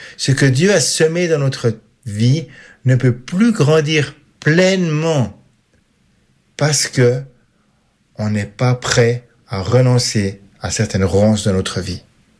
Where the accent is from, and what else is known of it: Switzerland